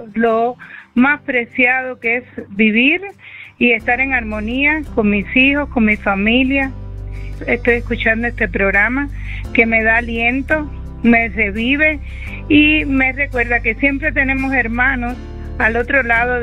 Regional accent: Cuba; soy de Cuba.

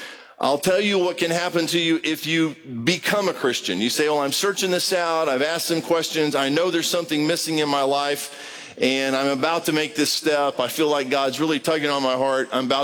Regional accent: Brazil; moved away; I grew up in Brazil

